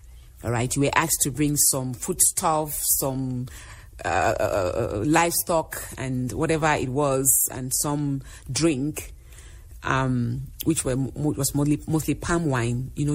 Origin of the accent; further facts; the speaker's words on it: Cameroon; moved away; I grew up in Cameroon.